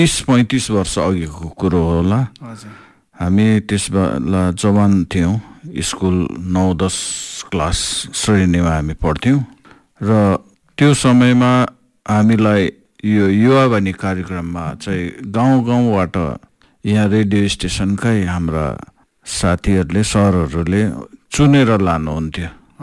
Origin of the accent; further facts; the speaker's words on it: West Bengal, India; born there; म टकभर चियाबारीमा जन्मेको हुँ र 1960 दशकमा मेरो जन्म भएको हो।